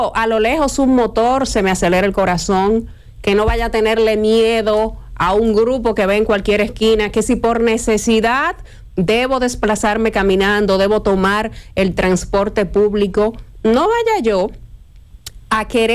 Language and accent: Spanish; Dominican Republic